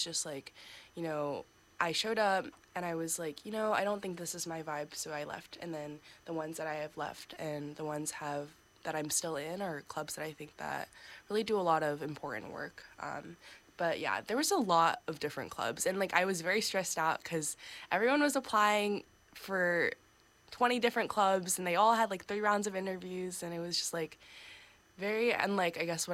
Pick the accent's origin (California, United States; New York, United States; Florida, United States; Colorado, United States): New York, United States; born there; also born or lived in Pennsylvania; I was born in Pennsylvania. I lived there for 9 years, and then I moved to New York. So I went to high school in the city